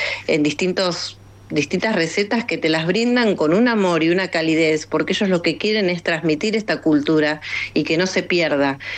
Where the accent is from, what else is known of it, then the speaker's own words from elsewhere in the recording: Argentina; viste cómo somos los argentinos